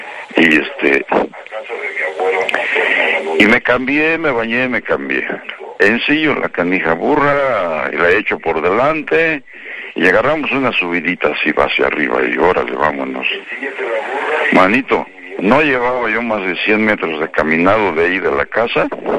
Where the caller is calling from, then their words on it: Amatepec, State of Mexico, Mexico; está a unos 2000 y fracción metros sobre el nivel del mar. Estamos, aquí somos Estado de México